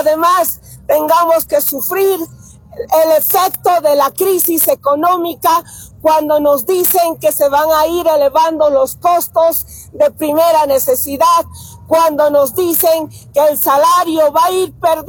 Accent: Bolivia

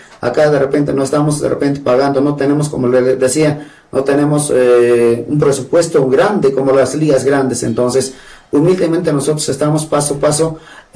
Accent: Challhuahuacho, Apurímac, Peru; en su mayoría de nuestro distrito Chalhuacho

